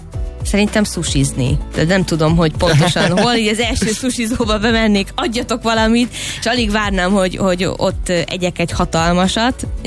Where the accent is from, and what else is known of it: Hungary; born there